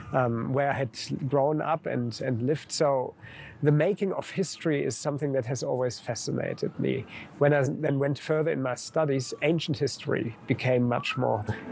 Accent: southern Germany, Germany; moved away as an adult; also born or lived in Berlin / Austria / South Africa; We then moved into the south of Germany. I grew up there.

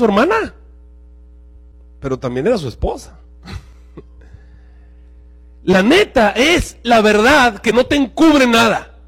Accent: Mexico

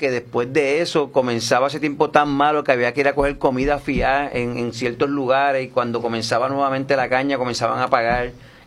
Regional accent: Puerto Rico; lo que nos identifica como puertorriqueños.

